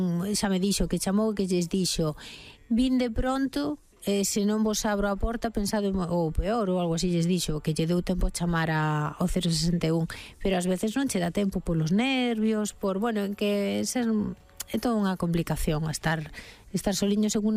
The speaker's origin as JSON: {"language": "Galician", "town": "Ourense", "region": "Galicia", "country": "Spain", "lives_now": "Santiago de Compostela, Spain", "said": "Bueno, ser son de Ourense, pero vivo aquí desde os 11 anos."}